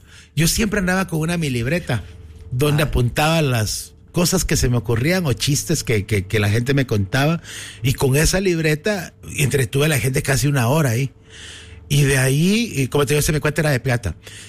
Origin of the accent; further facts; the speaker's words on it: Zacapa, Guatemala; Por ser de Zacapa, me ha gustado contar cuentos, chistes, historias.